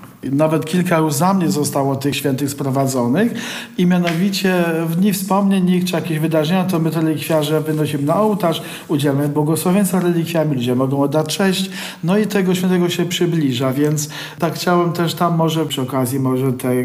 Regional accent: Tarnów, Lesser Poland, Poland; akurat pochodzę z Tarnowa, z parafii katedralnej.

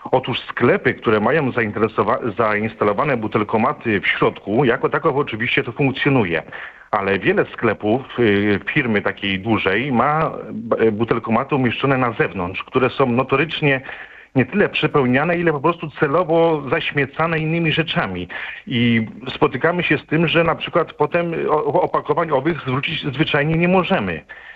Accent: Łódź, Łódź Voivodeship, Poland; Tak, jestem z Łodzi, jestem użytkownikiem

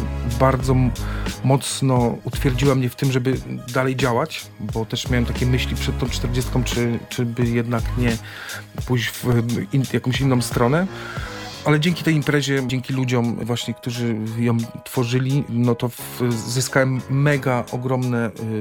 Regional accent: Łódź, Łódź Voivodeship, Poland; born or raised there

